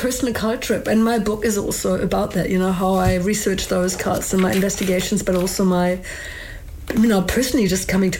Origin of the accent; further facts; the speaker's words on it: Germany; moved away as an adult; now in New Zealand; I'm from Germany originally. We're quite direct people, yeah. And then I've been, you know, living in New Zealand for the last 23 years.